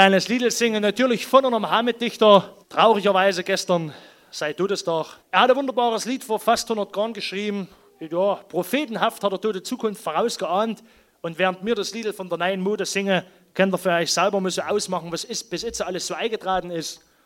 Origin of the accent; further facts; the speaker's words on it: Thum, Saxony, Germany; Also wir kommen ja nur aus der Haupt- und Weltstadt Thun im Erzgebirge, werden nicht umsonst die heimliche Hauptstadt des Erzgebirges genannt